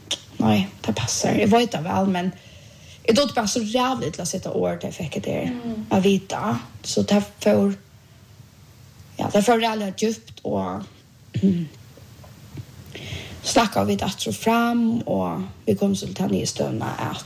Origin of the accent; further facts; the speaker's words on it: Bulgaria; Swedish is a second language